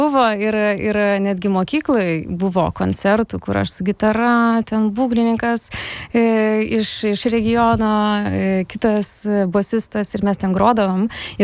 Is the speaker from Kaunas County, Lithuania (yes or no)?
no; Kretinga, Klaipėda County, Lithuania; moved away as an adult; now in Vilnius, Lithuania; aš iš Žemaitijos, Kretingos esu, bet nuo 18 jau nebe, tai nežinau. Vis tiek širdis Kretingoj, sakyčiau Kretingiškė, parvažiuoju, dabar dar dažniau, bet jau kuris laikas nebe.